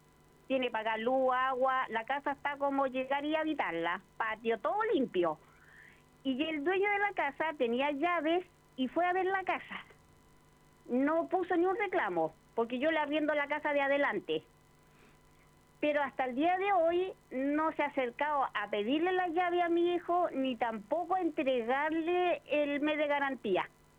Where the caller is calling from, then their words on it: Viña del Mar, Valparaíso, Chile; De Viña del Mar, Cuatro Poniente. Por acá estoy trabajando.